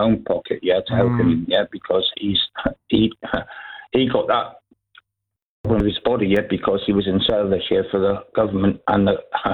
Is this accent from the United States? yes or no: no; South West England, United Kingdom; So I'm from Cornwall.